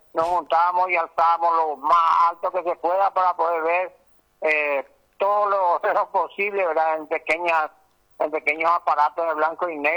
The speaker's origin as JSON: {"language": "Spanish", "country": "Paraguay", "said": "como paraguayo y confiado en la garra guaraní"}